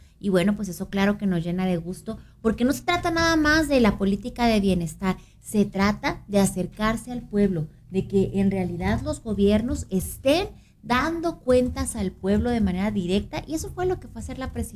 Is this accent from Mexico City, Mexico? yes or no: no; Ciudad Juárez, Chihuahua, Mexico; al final de cuentas todos nos podemos decir, somos chihuahuenses, pero nada más nosotros nos decimos Juaritos a nosotros mismos.